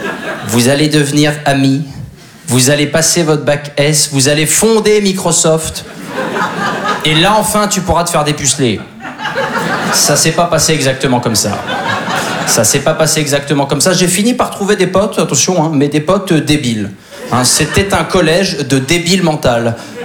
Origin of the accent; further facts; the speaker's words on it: Normandy, France; now in Paris, France; Alors moi je suis originaire de Basse-Normandie.